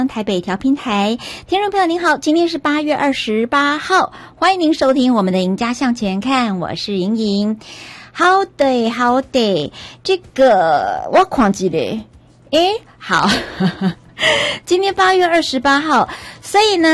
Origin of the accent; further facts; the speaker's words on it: Taiwan; 我们台湾人很有趣，我们台湾人呢对于这个不同的节气齁，买卖股票跟投资啊也是绑在一起的